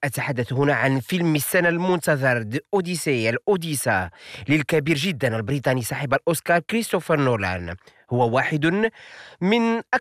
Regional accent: Morocco

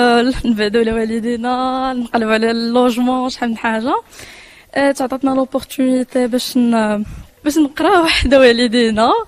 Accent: Laayoune, Laâyoune-Sakia El Hamra, Morocco; انا بنت العيون

